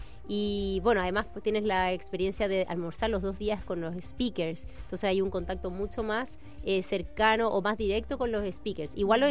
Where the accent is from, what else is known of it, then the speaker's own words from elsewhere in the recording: Valparaíso, Chile; Yo soy nacida y criada aquí en la Quinta Región.